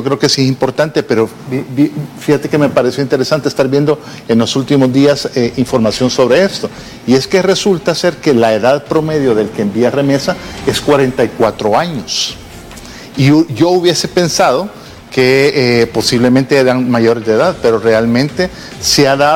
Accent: El Salvador; para nosotros como salvadoreños

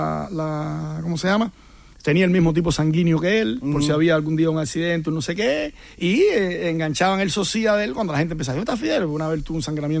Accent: Villa Clara, Cuba; moved away; Díaz Canel es de mi pueblo.

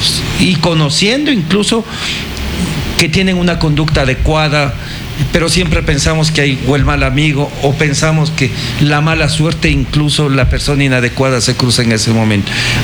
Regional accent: Ecuador; quienes como ecuatorianos vivimos en este país

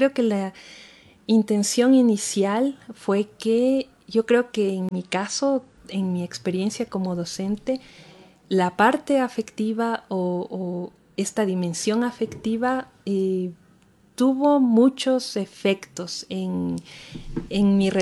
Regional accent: Ecuador; pero creo que como docentes ecuatorianos o bueno, cualquier docente en el mundo

